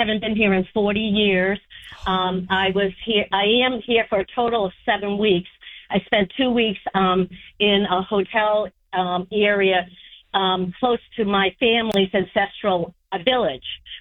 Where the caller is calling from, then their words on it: Melrose, Massachusetts, United States; I'm a resident of Melrose, Massachusetts, mm-hmm. and currently I am in China